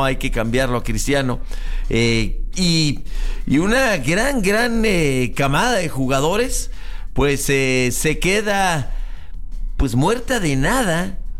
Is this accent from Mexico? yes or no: yes; Mexico; Yo soy mexicano, pero soy mexicano.